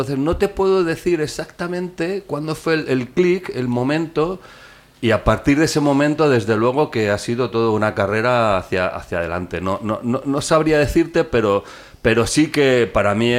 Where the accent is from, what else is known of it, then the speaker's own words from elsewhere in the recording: Fuensalida, Castilla-La Mancha, Spain; accent: manchego; moved away as an adult; Yo soy de Fuensalida. Ah, pueblo de los zapatos.